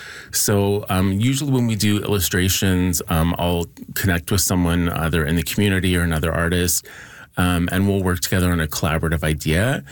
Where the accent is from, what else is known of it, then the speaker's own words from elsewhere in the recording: Saskatchewan, Canada; growing up in Saskatchewan when I was younger